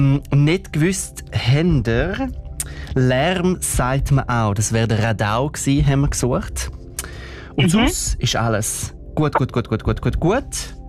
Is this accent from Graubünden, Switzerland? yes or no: yes; Graubünden, Switzerland; Als Bündner Oberländer kann ich